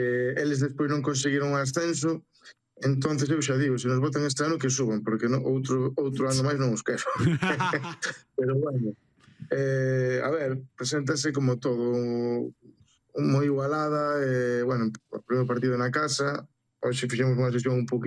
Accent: A Coruña, Galicia, Spain; A verdad que os que somos da Coruña e do Deportivo, pois, pues, increíble.

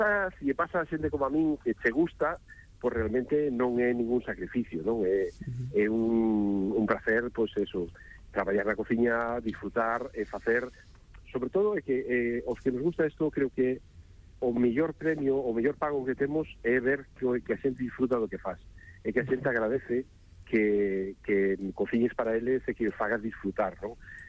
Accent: Cambados, Galicia, Spain; eu son de Cambados, ainda que non suelo decir porque non me gusta presumir, pero son de Cambados, e como vou cambadés, esa vieira ao forno tradicional

